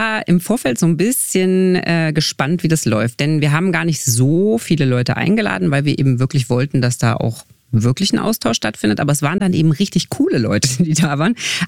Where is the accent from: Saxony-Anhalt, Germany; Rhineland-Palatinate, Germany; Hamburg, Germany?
Saxony-Anhalt, Germany; Magdeburg; Für die Folge heute war ich in meiner Heimatstadt in Magdeburg